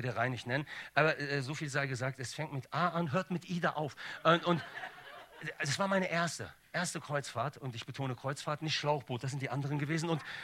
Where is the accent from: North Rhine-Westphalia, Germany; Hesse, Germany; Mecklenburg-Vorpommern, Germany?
North Rhine-Westphalia, Germany; Bonn; Ich komme ja aus Bonn und bin ein Ghetto-Kind, Zickerland.